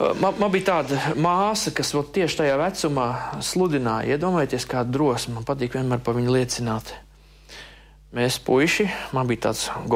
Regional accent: Ainaži, Vidzeme, Latvia; Ainežos, es esmu no Ainežiem.

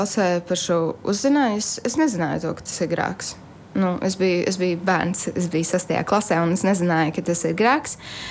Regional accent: Skrīveri, Aizkraukle Municipality, Latvia; Es uzaugu baptistu draudzē, Skrīvaros.

